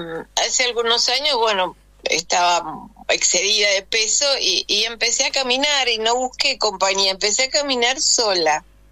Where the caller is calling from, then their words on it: Merlo, Buenos Aires Province, Argentina; Soy de Merlo. De acá del oeste.